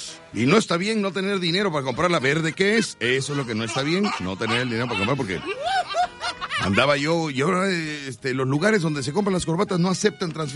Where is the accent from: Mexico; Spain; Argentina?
Mexico; Yo soy mexicano, de acá de este lado, yo soy mexicano. Orgulloso de ser mexicano